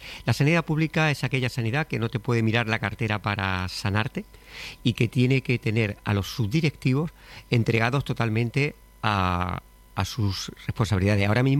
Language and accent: Spanish; Andalusia, Spain; Bueno, yo soy más andaluz y más de pueblo que la amapola